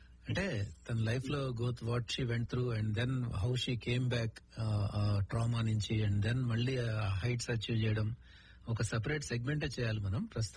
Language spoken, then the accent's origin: Telugu; Khammam, Telangana, India; moved away; మాకైతే మా home town లో